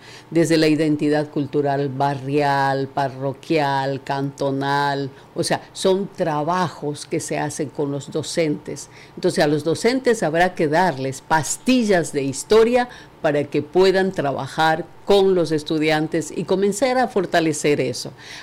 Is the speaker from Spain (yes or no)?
no; Jipijapa, Manabí, Ecuador; now in Manta, Ecuador; yo no soy de Manta, yo soy de Jipijapa. Amo a Jipijapa, pero desde que yo estoy aquí en Manta, desde el 97 que vivo en Manta, comencé a amar esta tierra.